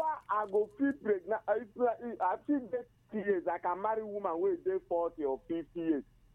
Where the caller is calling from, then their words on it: Ebonyi, Nigeria; I'm calling from Izasa, Atoneke in Ebonyi State.